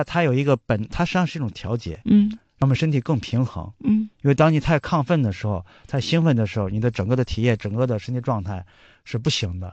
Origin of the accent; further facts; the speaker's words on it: China; 我们中国人